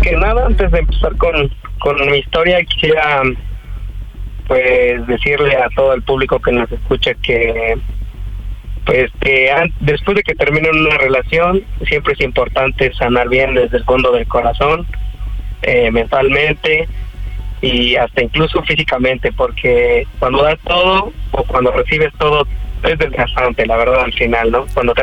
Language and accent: Spanish; Puebla, Mexico; Tengo 26 años, aquí de la ciudad del Camote, en Pueblita.